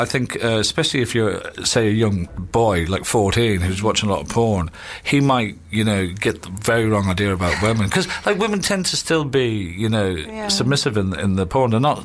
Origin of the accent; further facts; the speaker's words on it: Ireland; I'm Irish